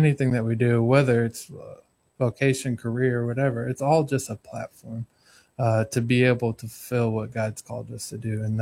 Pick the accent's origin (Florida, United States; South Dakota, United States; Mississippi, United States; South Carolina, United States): Florida, United States; Miami; Cause I grew up in Miami where, as a youth